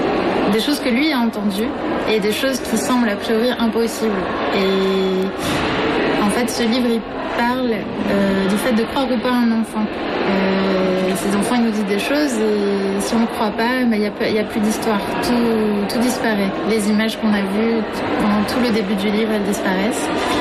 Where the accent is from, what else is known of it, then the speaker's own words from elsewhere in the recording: Marseille, Provence-Alpes-Côte d'Azur, France; je viens de France, de Marseille